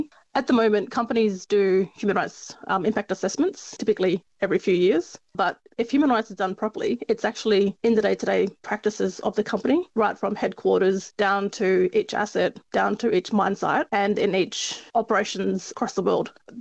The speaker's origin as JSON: {"language": "English", "town": "Norseman", "region": "Western Australia", "country": "Australia", "tie": "born or raised there", "also_born_or_lived": "Esperance", "moved": "as an adult", "lives_now": "Canberra, Australia", "said": "So I grew up in those areas and eventually moved away to go to Perth for university and then over to Canberra for working"}